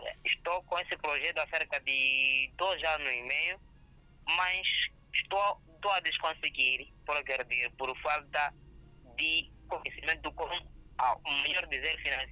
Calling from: Angoche, Nampula, Mozambique; Sou de Angoche, vim na cidade para visitar, fazer algum trabalho aqui.

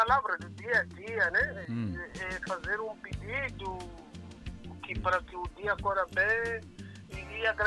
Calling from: Tete, Mozambique; estou a falar de Tete.

